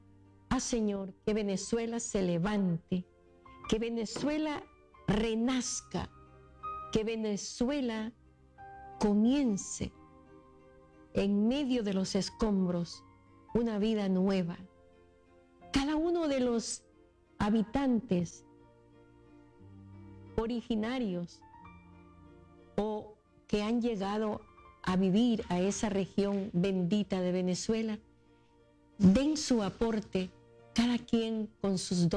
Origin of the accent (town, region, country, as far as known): El Salvador